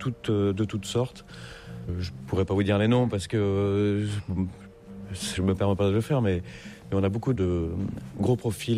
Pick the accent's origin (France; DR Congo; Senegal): France; Nouvelle-Aquitaine; moved away as an adult; now in Hong Kong; la Charente, donc mon pays natal, que j'adore. Et donc la Charente, où j'ai commencé à faire mon école hôtelière là-bas, mon école de sommellerie. Et après, je suis parti travailler dans le Périgord.